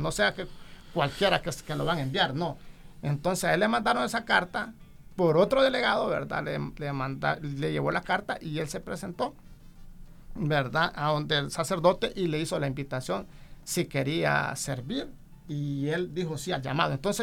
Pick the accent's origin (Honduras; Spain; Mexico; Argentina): Honduras; Pespire, Choluteca; yo soy de Pespire, una comunidad bastante lejana, rural